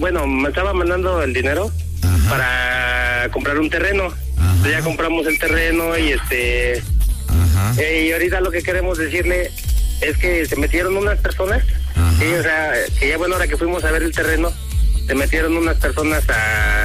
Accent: Ecatepec, State of Mexico, Mexico; No, de hecho, aquí vengo a entregar, yo soy de Catepec.

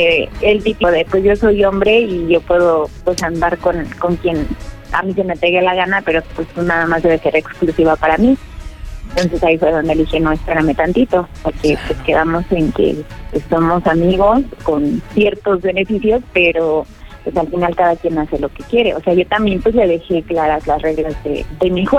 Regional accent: Iztapalapa, Mexico City, Mexico; Soy de Iztapalapa.

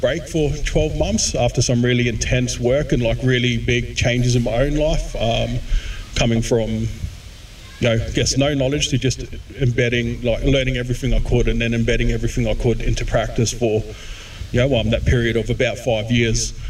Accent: Darwin, Northern Territory, Australia; I started as a young person growing up in Darwin in the Northern Territory, you know, living in Housing Commission just down here in Kohanor Street, living in Housing Commission in Karama

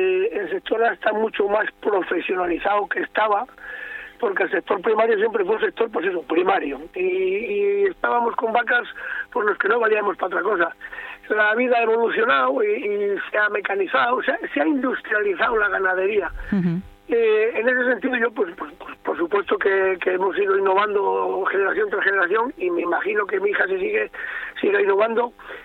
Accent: Liébana, Cantabria, Spain; Nosotros hemos sido siempre una familia de ganaderos, llámalo como quieras, antiguos o muy, muy de la zona.

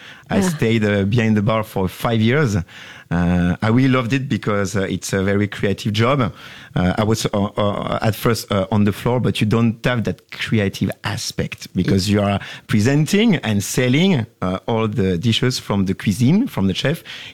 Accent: Belgium; English is a second language; moved away as an adult; also born or lived in France / Brussels, Belgium; now in Southeast Asia; So I stayed there for 5 years, but I joined Belgium a long time ago, actually, when I was 7 years of age. I'm originally from France.

